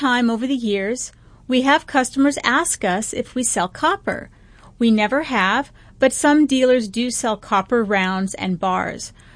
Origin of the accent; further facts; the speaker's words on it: Arizona, United States; Growing up in Arizona, we learned about Arizona history.